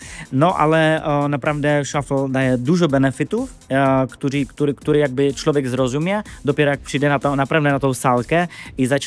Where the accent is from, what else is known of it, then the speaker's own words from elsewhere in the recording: Czechia; first language Czech; Polish is a second language; moved away as an adult; now in Warsaw, Poland; Przepraszam za mój polski, bo ja jestem z Czech, pochodzę z Czech, ale mieszkam 7 lat w Warszawie, więc się uczę polski język.